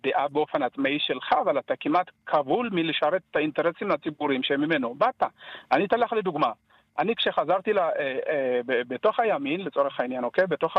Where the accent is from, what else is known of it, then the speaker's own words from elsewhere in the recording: Ethiopia; now in Israel; אני בא מקהילת יהודי אתיופיה שמבחינת מאבקים, מאז שעלינו לארץ אנחנו סוחבים איתנו מאבקים חברתיים.